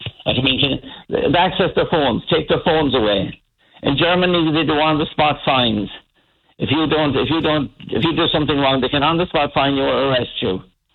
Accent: Sligo, County Sligo, Ireland; I'm from Sligo originally, and between the road, between Boyle and Sligo, put up crosses at every point there was a fatal accident.

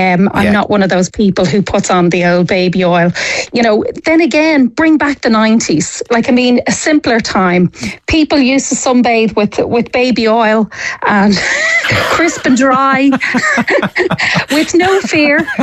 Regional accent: Ireland; I'm very Irish.

